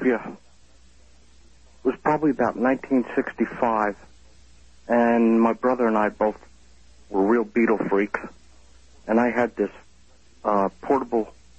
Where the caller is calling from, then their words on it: Oklahoma City, Oklahoma, United States; in Oklahoma City.